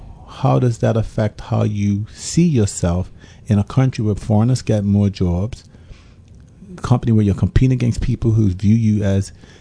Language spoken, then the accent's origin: English; Bermuda; growing up in Bermuda